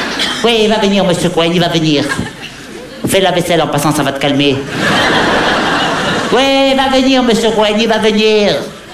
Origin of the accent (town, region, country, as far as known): Hauts-de-France, France